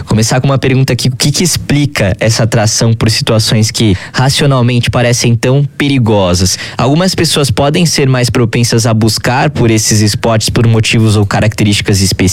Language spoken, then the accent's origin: Portuguese; São Paulo, Brazil; now in Rio de Janeiro, Brazil; Até que no Rio, eu, por exemplo, não estou sentindo tanto, mas eu sou de São Paulo.